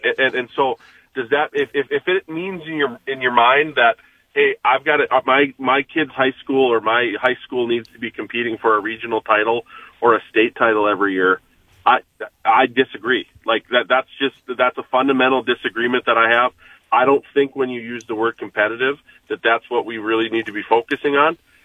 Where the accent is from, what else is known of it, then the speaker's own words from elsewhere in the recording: North Dakota, United States; that's a product of me growing up in North Dakota